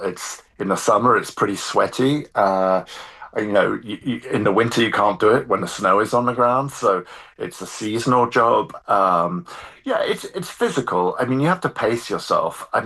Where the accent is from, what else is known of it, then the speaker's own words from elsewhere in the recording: England, United Kingdom; I mean, I'm from Southern England, you know, which is not an area with stone walls.